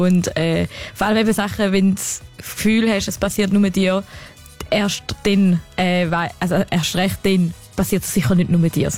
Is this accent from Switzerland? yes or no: yes; Appenzell Ausserrhoden, Switzerland; ich komme ja aus dem Appenzell Ausserrhoden.